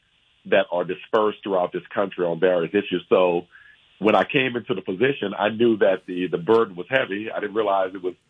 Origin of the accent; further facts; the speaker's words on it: Louisiana, United States; I'm from Louisiana